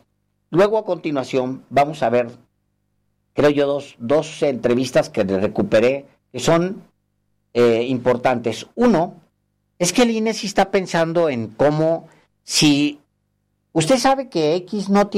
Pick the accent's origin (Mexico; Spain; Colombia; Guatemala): Mexico; Ciudad Juárez, Chihuahua; moved away; yo crecí en un barrio, en Ciudad Juárez, no recuerdo un parque, kilómetros a la redonda. Yo nací en el centro de la ciudad, de Ciudad Juárez